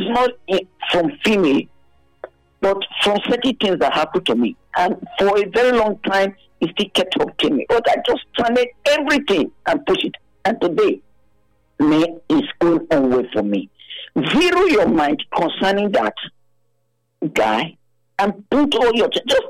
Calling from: Guadeloupe; calling from Guadeloupe.

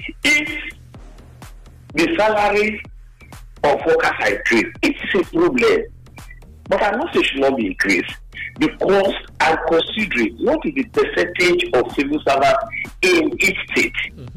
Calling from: Benin City, Edo, Nigeria; I'm calling from Benin here.

